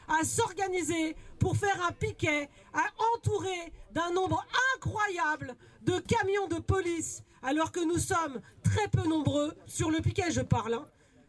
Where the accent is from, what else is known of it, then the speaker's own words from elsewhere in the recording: Melun, Île-de-France, France; je suis organisée aussi en tant que travailleuse à Solidaire, mais dans le 77, je viens de Melun